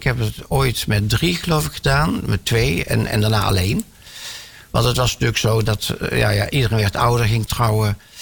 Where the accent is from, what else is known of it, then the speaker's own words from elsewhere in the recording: Tilburg, North Brabant, Netherlands; born there; now in Breda, Netherlands; Ik ben geboren in Tilburg, dus dat is al een enorm privilege, zeker als je in Breda woont.